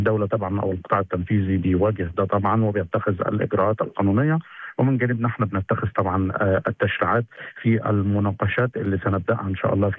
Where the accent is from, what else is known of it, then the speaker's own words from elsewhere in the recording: Egypt; إحنا كدولة مصرية